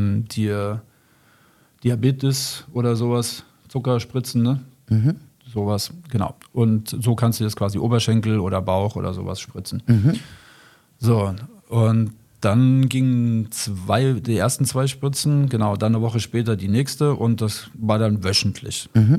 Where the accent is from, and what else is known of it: Frankfurt, Hesse, Germany; born there